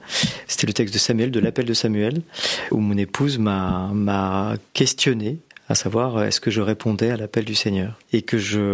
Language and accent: French; Melle, Nouvelle-Aquitaine, France; Mais je suis originaire de Deux-Sèvres. Voilà, je suis né à Mel. Et mes parents sont originaires de Deux-Sèvres.